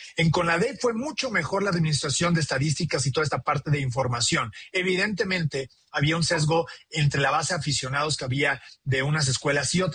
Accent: Mexico; Yo soy de México, no vamos a poder ir.

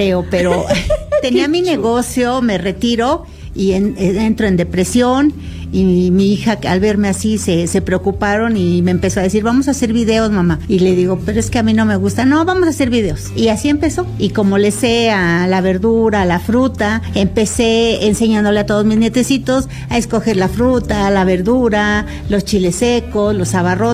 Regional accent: State of Mexico, Mexico; Yo soy del Estado de México, pero mi familia viene del Estado de Oaxaca.

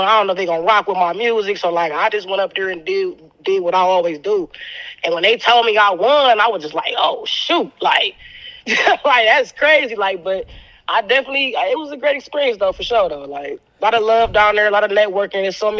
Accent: Cleveland, Ohio, United States; Because I'm from Cleveland, Ohio, you know what I'm saying? So I do a lot of shows here.

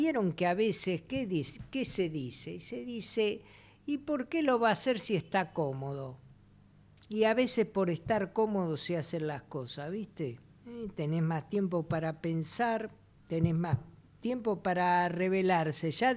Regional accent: Argentina; nosotros también somos argentinas.

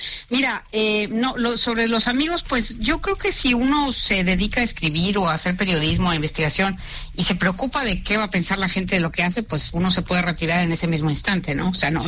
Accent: Monterrey, Nuevo León, Mexico; moved away as an adult; lo que yo viví de niña, de adolescente, de joven, en fin, a lo largo de mi vida hasta que me fui de Monterrey

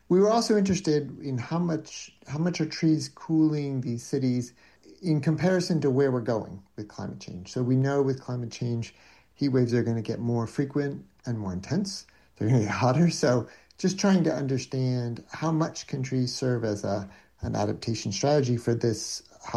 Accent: North Carolina, United States; moved away as an adult; also born or lived in Massachusetts; I'm from North Carolina, the south of the U.S., and sort of fell in love with, you know, wild nature there, playing around in the southern Appalachians, sandhills, and then actually lived a bit in Massachusetts

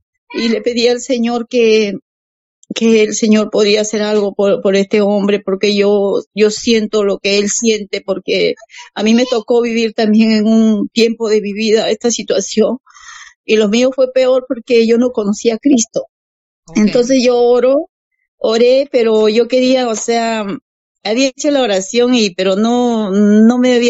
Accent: Lima, Peru; now in Tacna, Peru; yo soy de Lima, aquí de Perú, aquí de Perú, pero yo ahora hace 7 años radico en Tacna.

